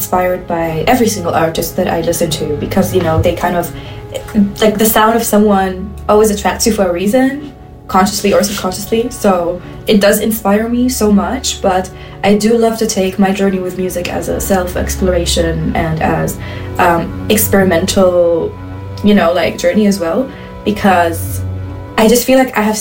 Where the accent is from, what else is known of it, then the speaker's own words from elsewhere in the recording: Palestine; first language Arabic; English is a second language; moved away as an adult; now in Berlin, Germany; and I've been in Berlin for I think 3 years now. And I'm Palestinian, living in Berlin, in Kreuzberg